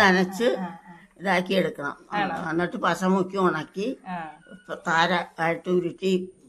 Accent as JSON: {"language": "Malayalam", "region": "Kerala", "country": "India", "tie": "born or raised there", "moved": "as an adult", "said": "എന്റെ സ്വന്തം നാട് പെരുമ്പള്ളിയായിരുന്നു."}